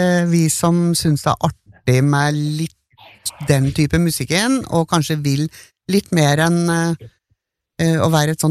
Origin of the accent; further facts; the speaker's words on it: Øyer, Innlandet, Norway; Jeg kommer jo fra Øyer.